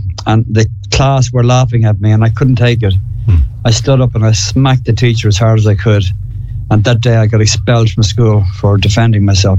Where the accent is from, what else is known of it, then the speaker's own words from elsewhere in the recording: Dublin, Leinster, Ireland; Well, I'm Irish. I'm brought up in Dublin, a Catholic business family.